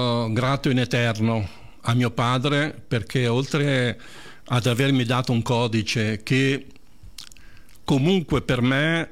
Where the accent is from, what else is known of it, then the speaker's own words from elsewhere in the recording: Lurate Caccivio, Lombardy, Italy; also born or lived in Southern Italy; sono un terrone e non mi vergogno a dirlo, perché quelle sono le mie origini. Sono cresciuto nel Comasco, perché mio padre a 4 anni mi ha portato in Lurate Cacivio, provincia di Como, e quindi i miei compagni, i miei amici di adolescenza erano tutti lombardi.